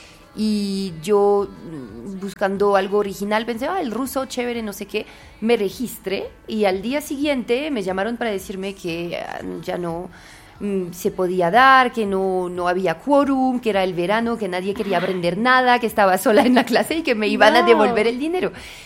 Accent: Paris, Île-de-France, France; Spanish is a second language; moved away as an adult; now in Colombia; yo no soy solo francesa, soy parisina. Yo vengo de la ciudad probablemente más dura, más hijueputa de Europa.

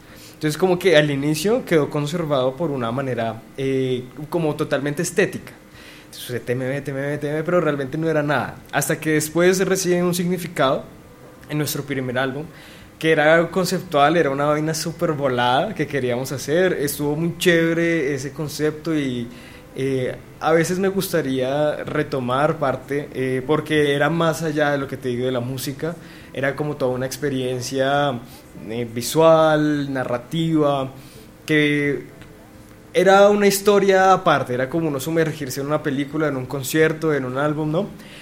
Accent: Bogotá, Colombia; nosotros, a la final, pues somos bogotanos, somos colombianos

